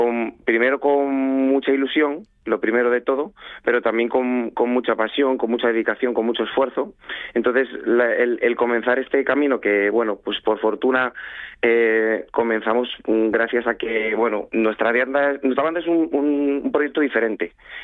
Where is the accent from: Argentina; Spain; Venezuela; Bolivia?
Spain; Avilés, Asturias; Yo Avilés, porque uh-huh. yo soy avilesino 100%, es mi tierra, y siempre estoy muy orgulloso de a cualquier lado al que voy, pues ir con Avilés por bandera